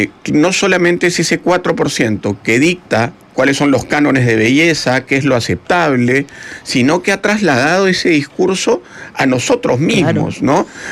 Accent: Lima, Peru; Yo no nací pobre, no provengo de regiones. Yo nací en Lima. Mis padres me pagaron un colegio particular. Después estudié en la Universidad Católica. Tengo privilegios.

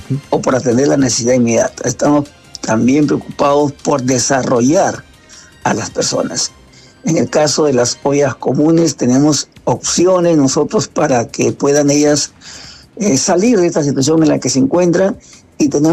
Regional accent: Peru; A nosotros como peruanos nos queda hacer la nuestra

